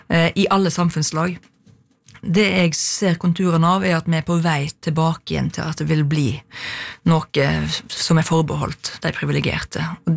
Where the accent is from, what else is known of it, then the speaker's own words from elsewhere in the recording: Ølen, Rogaland, Norway; min far jobbet som kulturskolerektor, det som da hette musikkskolerektor, i Ølen der jeg vokste opp.